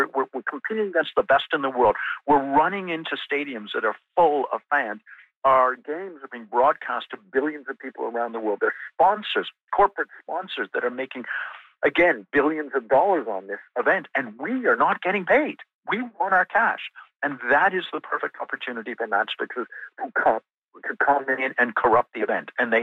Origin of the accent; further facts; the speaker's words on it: Canada; And it boggles my mind as a Canadian why, when we legalized sports gambling a couple of years ago, why we just didn't take half an hour to just amend our criminal code